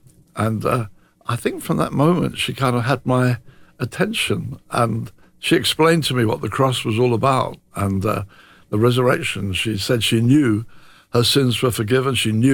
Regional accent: Brighton, South East England, United Kingdom; born there; I was born in Brighton.

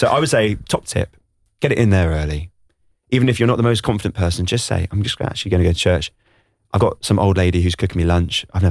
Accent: London, United Kingdom; Oh, from Istanbul, but then I lived in... I'm from Southeast London, so yeah.

